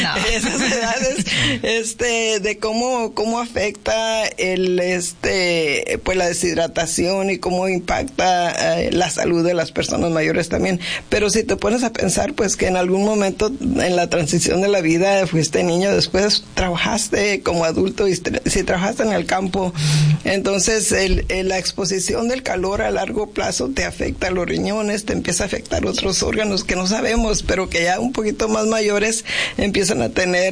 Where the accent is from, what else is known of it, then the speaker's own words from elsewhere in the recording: Yuma, Arizona, United States; anteriormente hasta nos enorgullecíamos de decir, ay, soy de Yuma y yo aguanto cuánto, todo